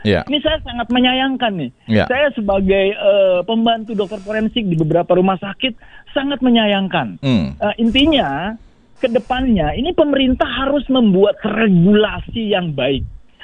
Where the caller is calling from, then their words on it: Karawang, West Java, Indonesia; Jadi kesimpulannya dari kami dari Karawang, mohon maaf bahwa ini mental dari tingkat atas maupun bawah mesti dibenahi.